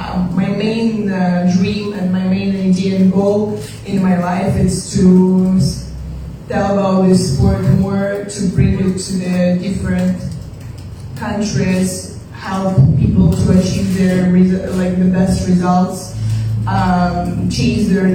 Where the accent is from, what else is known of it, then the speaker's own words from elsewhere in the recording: Belarus; moved away; I represent my country. I'm originally from Belarus.